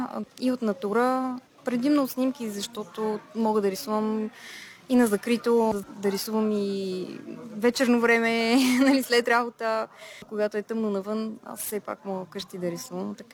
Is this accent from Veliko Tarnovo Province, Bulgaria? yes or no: no; Blagoevgrad, Blagoevgrad Province, Bulgaria; moved away as an adult; also born or lived in Maine, United States; Родена съм в Благоевград и тук съм учила в езиковата гимназия. След това учих и рисуване в Щатите, в университета в Мейн, но се завърнах в България